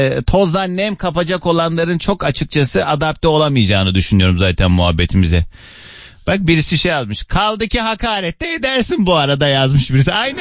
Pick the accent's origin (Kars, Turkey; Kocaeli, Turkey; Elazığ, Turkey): Kars, Turkey; Bir ben Karslıyım.